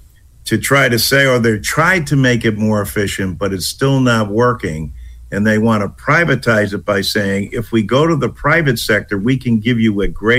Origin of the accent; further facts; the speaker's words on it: East Hartford, Connecticut, United States; I've yet to have anyone raise their hand except once in my hometown of East Hartford.